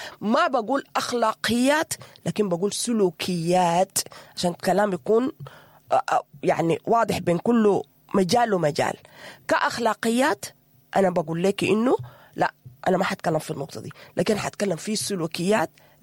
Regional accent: Sudan; نحن كسودانيين

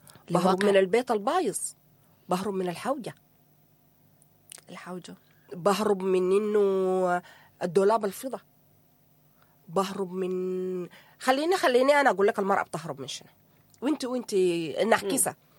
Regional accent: Sudan; واقعنا نحن كسودانيين

